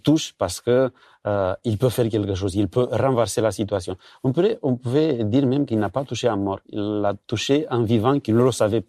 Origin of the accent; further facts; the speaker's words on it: Romania; moved away; Moi, j'ai grandi en Roumanie quand j'étais petit.